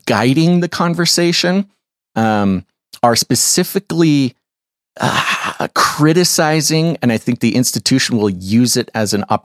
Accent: United States; it's kind of weird being an American watching that happen over there

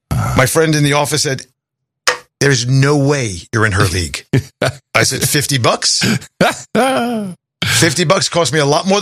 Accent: Commack, New York, United States; moved away as an adult; now in Florida, United States; I lived out in Comac, came down here in 87. I was 22 years old.

